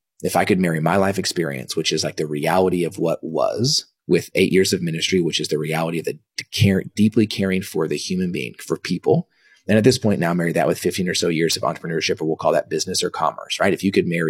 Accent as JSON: {"language": "English", "town": "Dallas", "region": "Texas", "country": "United States", "tie": "born or raised there", "also_born_or_lived": "Kansas"}